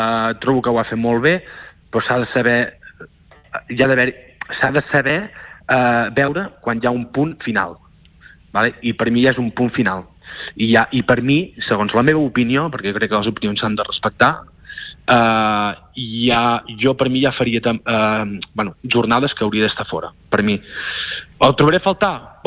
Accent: Girona, Catalonia, Spain; jo com a gironí, com a soci i aficionat del club, no vull que baixi

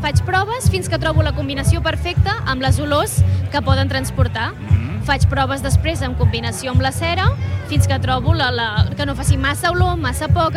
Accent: Palafrugell, Catalonia, Spain; Bueno, ve de que bàsicament sóc d'aquí, sóc de Palafrugell.

